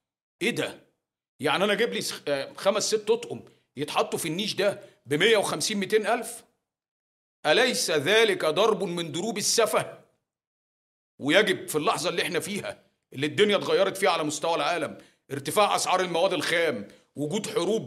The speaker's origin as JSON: {"language": "Arabic", "town": "Alexandria", "region": "Alexandria Governorate", "country": "Egypt", "accent": "Alexandrian", "said": "أنا لهجتي كاسكندراني غير لهجة البورسعيدي"}